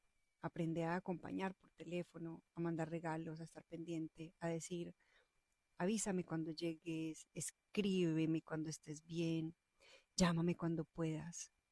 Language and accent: Spanish; Colombia; moved away; Mis papás están en Colombia